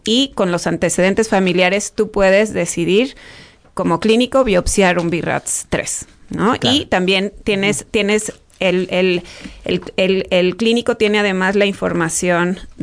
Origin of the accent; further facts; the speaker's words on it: San Luis Potosí, Mexico; Por ejemplo, yo crecí en San Luis Potosí, ¿no? Ahí estudié medicina y luego ya emprendí mi larga carrera, ¿no?